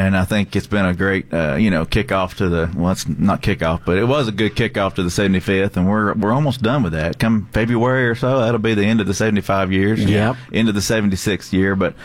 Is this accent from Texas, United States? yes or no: no; Cleveland, Tennessee, United States; born there; I was born in Cleveland.